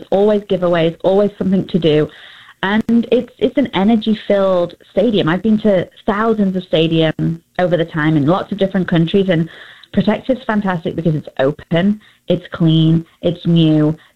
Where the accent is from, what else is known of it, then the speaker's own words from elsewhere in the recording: England, United Kingdom; I mean, as you can all probably hear, I'm from England